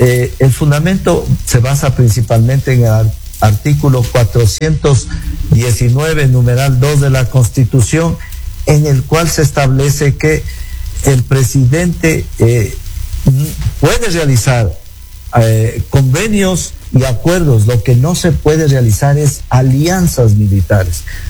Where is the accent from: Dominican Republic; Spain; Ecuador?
Ecuador